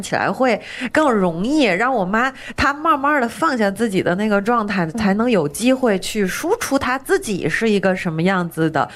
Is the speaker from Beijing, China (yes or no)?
yes; Beijing, China; 我们北京话叫贫